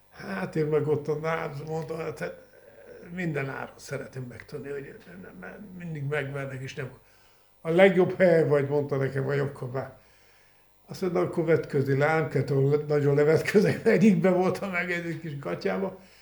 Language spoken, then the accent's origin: Hungarian; Budapest, Hungary; Az édesapám, édesanyám, meg a 6 kerületben a Liget mellett töltöttem az időmet.